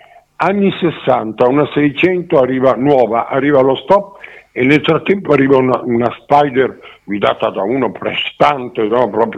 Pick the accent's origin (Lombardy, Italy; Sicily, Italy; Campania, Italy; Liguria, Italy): Liguria, Italy; Alassio; sono di Alassio